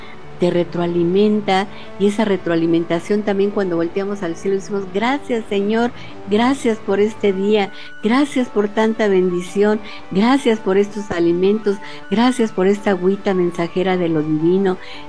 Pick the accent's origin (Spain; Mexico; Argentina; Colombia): Mexico; ni como mexicanos